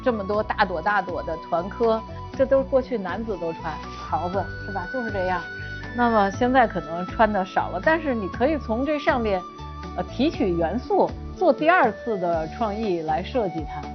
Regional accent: China; 我们中国人有这么丰厚的遗产可以继承

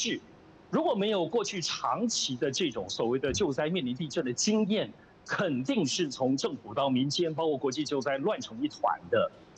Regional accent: Hualien, Hualien County, Taiwan; now in Taipei, Taiwan; 我自己台湾，特别是我家乡花莲，都经常地震啊

